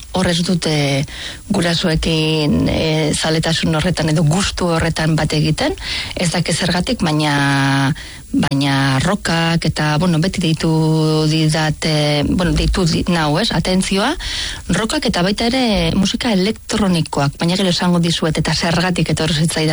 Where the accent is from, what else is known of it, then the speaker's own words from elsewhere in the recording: Urretxu, Basque Country, Spain; ni Urretxukoa naiz.